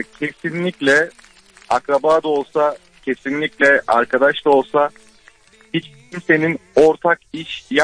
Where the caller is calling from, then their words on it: Denizli, Turkey; Denizli'den arıyorum sizi.